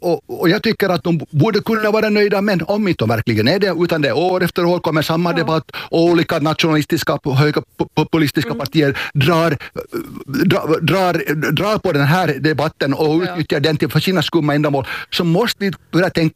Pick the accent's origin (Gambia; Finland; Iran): Finland; now in Sweden; Men en sak som jag också som finlandssvensk i förskingringen här i Sverige är jätteorolig för